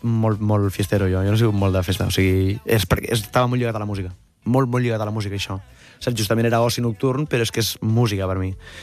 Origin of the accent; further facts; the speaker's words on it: Cambrils, Catalonia, Spain; born there; es van arrelar a Cambrils i ja està. I jo vaig néixer a Cambrils, ja.